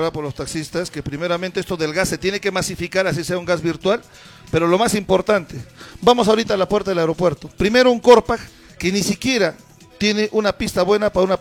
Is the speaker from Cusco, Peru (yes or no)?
yes; Cusco, Peru; Como cusqueños, asimismo, le hemos dado 40 millones